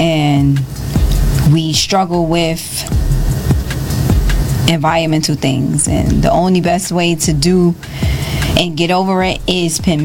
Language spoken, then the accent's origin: English; Belize; right, I listen, I'm from Belize, so I love all Caribbean music.